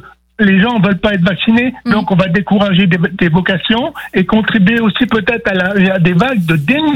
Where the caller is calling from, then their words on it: La Beuvrière, Hauts-de-France, France; De Béthune, à côté de Béthune, la Beuvrière